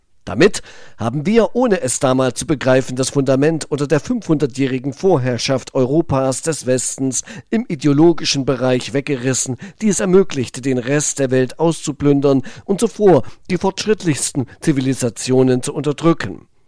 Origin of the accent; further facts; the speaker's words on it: East Germany, Germany; born there; Wir DDR-Sozialisierten